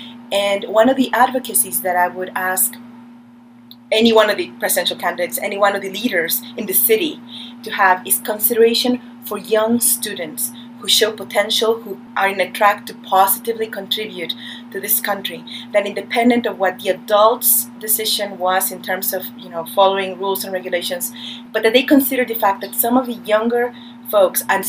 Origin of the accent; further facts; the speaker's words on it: Pittsburgh, Pennsylvania, United States; my parents decided to move to the United States. So that brought us to Pittsburgh. My siblings and I grew up basically here in Pittsburgh.